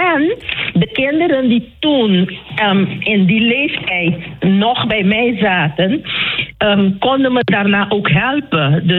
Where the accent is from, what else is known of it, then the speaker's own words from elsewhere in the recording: Curaçao; now in Assen, Netherlands; Het is zo, ik kom van Curaçao en daar heb ik jarenlang een kinderkoor gehad. En mijn hele leven eigenlijk daaraan toegewijd. En nu ben ik in Nederland.